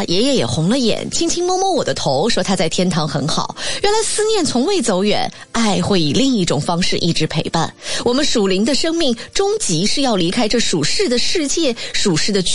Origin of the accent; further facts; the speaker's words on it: Anhui, China; born there; 我出生在安徽一个很普通的农村，父母都是务农，将我和姐姐哺育成人。